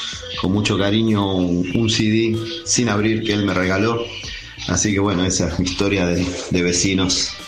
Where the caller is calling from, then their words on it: Buenos Aires, Argentina; de Balvanera ahora. Antes estuve viviendo en un PH en la calle México